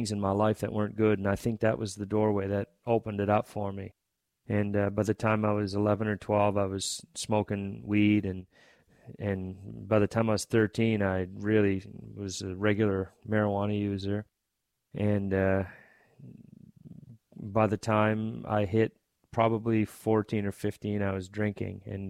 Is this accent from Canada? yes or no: yes; Fredericton, New Brunswick, Canada; also born or lived in Woodstock, New Brunswick; My father was from this reserve, but they're both Maliseet. I was born in Woodstock, on the Woodstock First Nation, and we moved here when I was just a little baby, so I've pretty much been here my whole life.